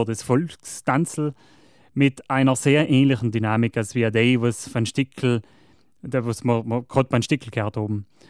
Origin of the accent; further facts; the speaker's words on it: Trentino-Alto Adige, Italy; Bei uns in Südtirol ein sehr beliebter Tanz auf jeden Fall.